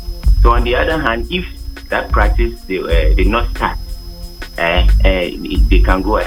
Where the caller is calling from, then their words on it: Upper West, Ghana; I'm calling you from Lamuse in the Upper West Ridge.